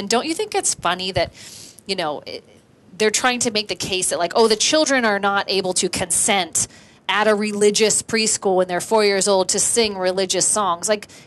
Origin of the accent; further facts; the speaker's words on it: California, United States; It's infuriating as a parent, as a citizen, as a Californian.